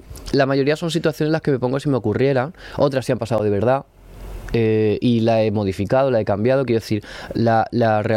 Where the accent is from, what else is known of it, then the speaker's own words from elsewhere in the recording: Region of Murcia, Spain; moved away as an adult; also born or lived in Madrid; Yo cuando digo soy de Murcia